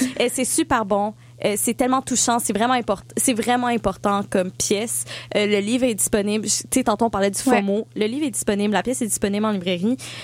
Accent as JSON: {"language": "French", "country": "France", "said": "Mon Dieu, je suis française."}